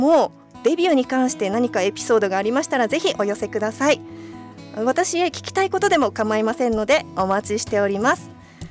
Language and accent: Japanese; Ishinomaki, Miyagi, Japan; moved away as an adult; also born or lived in Morioka; この生まれた石巻